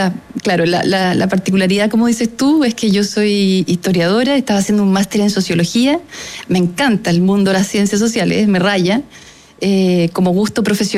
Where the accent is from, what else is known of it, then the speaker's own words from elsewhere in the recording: Pirque, Santiago Metropolitan Region, Chile; crecí en Pirque, en los cerros